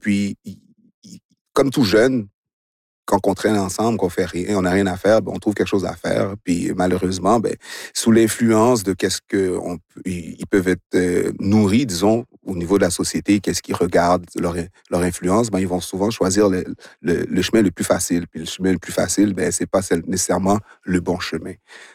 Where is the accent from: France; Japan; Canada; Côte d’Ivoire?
Canada; Montreal, Quebec; born or raised there